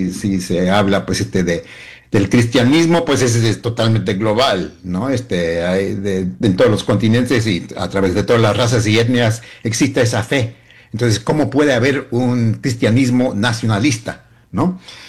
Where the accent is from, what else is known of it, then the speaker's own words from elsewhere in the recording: United States; born there; ser hijo de esta nación, porque yo nací acá, hijo y nieto de migrantes